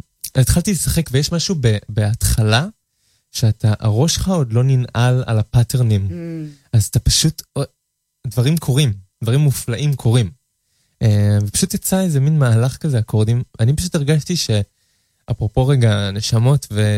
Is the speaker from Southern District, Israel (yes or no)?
no; Kfar Azar, Tel Aviv District, Israel; גדלתי בכפר עזר.